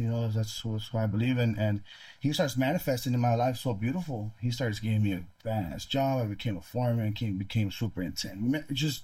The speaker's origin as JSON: {"language": "English", "region": "California", "country": "United States", "said": "I'm like, I'm not even from out here. I'm from Northern California."}